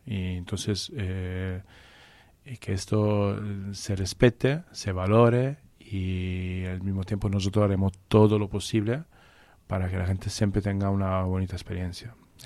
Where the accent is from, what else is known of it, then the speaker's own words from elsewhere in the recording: Piedmont, Italy; Spanish is a second language; Y, por ejemplo, de donde vengo yo, del Piemonte, se hace mucho, hay mucha carne, bueno, brasada, cocinada lentamente, estofados.